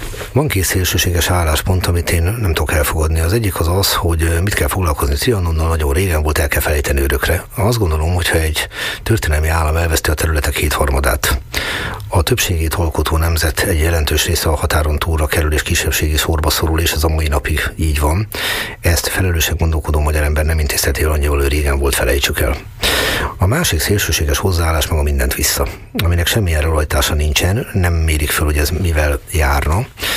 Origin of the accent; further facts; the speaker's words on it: Hungary; attól én még jó magyar vagyok.